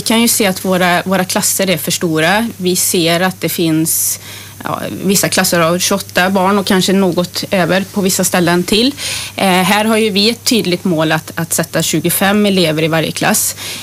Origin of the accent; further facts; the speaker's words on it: Trollhättan, Västra Götaland County, Sweden; Jag är 47 år gammal och inbiten Trollhättebo. Jag är född och uppvuxen på Läxtorp